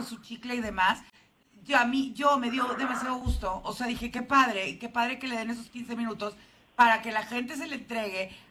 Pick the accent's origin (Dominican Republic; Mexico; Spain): Mexico; ¡Qué feos somos los mexicanos!